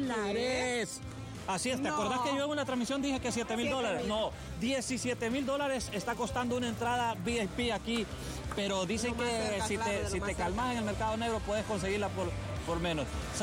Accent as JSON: {"language": "Spanish", "country": "Honduras", "said": "Nosotros somos hondureños y cubrimos para Honduras."}